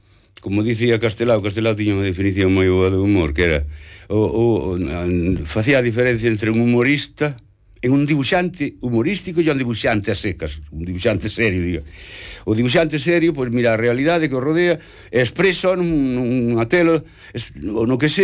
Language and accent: Galician; Ormo, Galicia, Spain; De dibuxar na terra, na aldea, na miña aldea de Ormo, dibuxábamos, eu e un primo meu